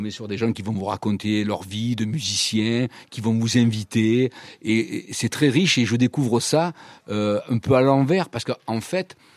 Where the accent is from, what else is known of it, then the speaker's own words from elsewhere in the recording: Provence-Alpes-Côte d'Azur, France; Tous les quatre, on est du Var. Oui, Toulon, Le Pradet, Cuers et Gien.